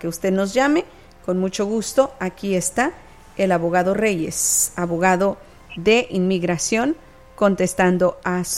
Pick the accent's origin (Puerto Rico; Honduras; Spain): Honduras; now in United States; Soy de Honduras y cuando entré nunca me detuvieron, pero entré sin visa.